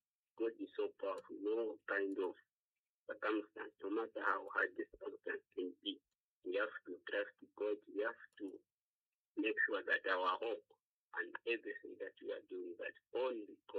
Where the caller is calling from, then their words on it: Ndola, Copperbelt, Zambia; I'm calling from Ndola.